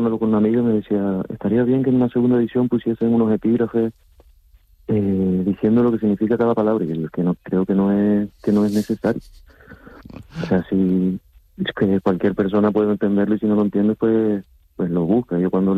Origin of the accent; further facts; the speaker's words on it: Canary Islands, Spain; accent: Canarian; que no se note que somos canarios, para que nos entiendan.